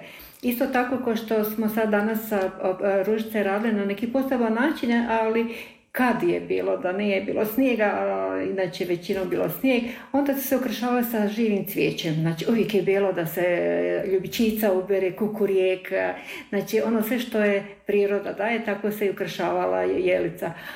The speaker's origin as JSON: {"language": "Croatian", "area": "Lašva Valley", "region": "Federation of Bosnia and Herzegovina", "country": "Bosnia & Herzegovina", "tie": "born or raised there", "moved": "yes", "lives_now": "Varaždin, Croatia", "said": "imam dom u Varaždinu, ali uvijek vuče. Vuče domu, vuče rodnom kraju, kako da vam kažu. Alašanska dolina je moj rodni kraj."}